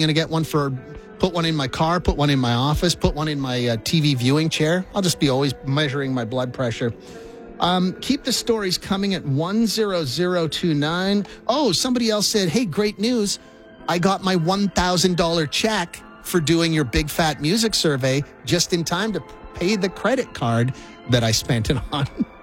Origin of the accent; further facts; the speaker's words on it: Saskatchewan, Canada; now in Alberta, Canada; when I was a kid growing up in Saskatchewan